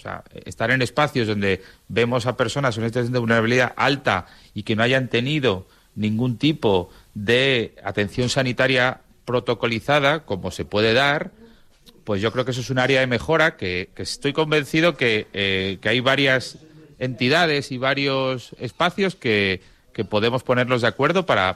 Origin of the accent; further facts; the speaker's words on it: Community of Madrid, Spain; nosotros venimos de la Comunidad de Madrid, que es otra realidad totalmente